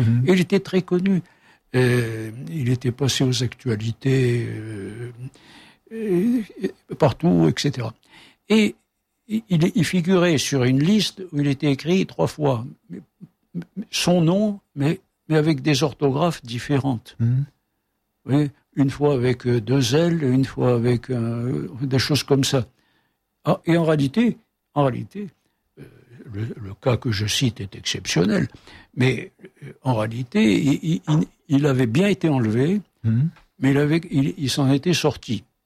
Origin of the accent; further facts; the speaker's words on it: El Harrach, Algiers Province, Algeria; Moi, je suis de Maison Carrée.